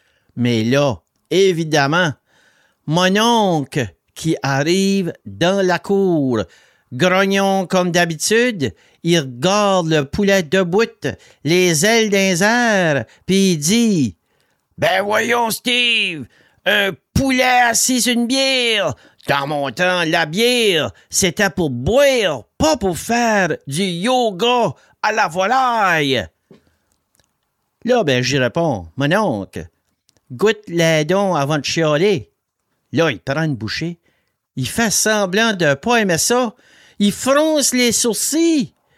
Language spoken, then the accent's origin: French; the Maritimes, Canada; on vient des Maritimes